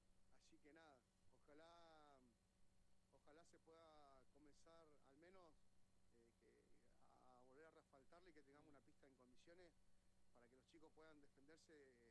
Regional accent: Neuquén, Argentina; yo soy de barrio, me crié en el Parque Industrial y amé siempre ese barrio y lo amo, y bueno, hoy estoy dando clase ahí.

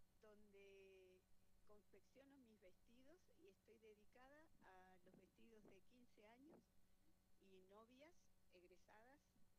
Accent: Junín de los Andes, Neuquén, Argentina; soy de Junín de los Andes, nacida y criada acá, de familia trabajadora.

